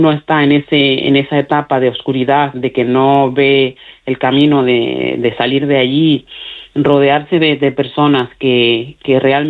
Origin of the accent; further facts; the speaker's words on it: Mali; Spanish is a second language; moved away; hablo mejor el castellano y el gallego que mi propio dialecto. Y la suerte que tengo es que tengo una pareja maravillosa que también es de Mali y estamos volviendo a retomar el dialecto.